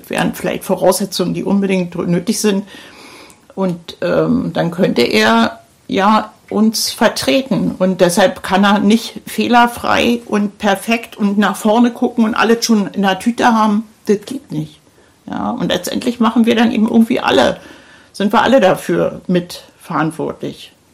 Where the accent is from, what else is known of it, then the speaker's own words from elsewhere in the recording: Berlin, Germany; wo ich so fasziniert bin als Berlinerin, weil in Berlin interessiert sich keiner für den anderen, der da nebenan wohnt.